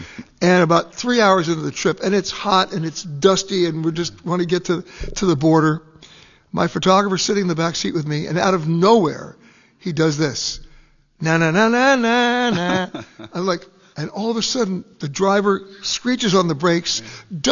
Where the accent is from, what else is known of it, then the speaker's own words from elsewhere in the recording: United States; I'm an American.